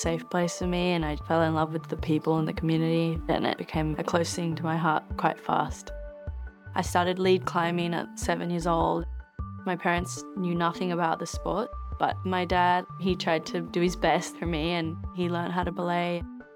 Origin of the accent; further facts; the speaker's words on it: Australia; Growing up in Australia with an islander dad and a Latina mom, yeah, I definitely felt some cultural differences from like the typical Australian.